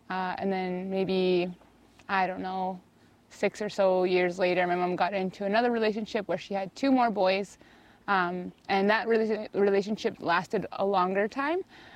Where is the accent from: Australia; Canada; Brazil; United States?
Canada; Prince Albert, Saskatchewan; born there; So I grew up in, well, I was born in Prince Albert, Saskatchewan.